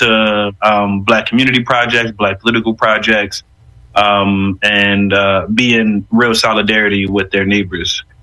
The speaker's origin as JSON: {"language": "English", "town": "Philadelphia", "region": "Pennsylvania", "country": "United States", "tie": "born or raised there", "said": "I'm from West Philly, been in Southwest Philly for most of my life."}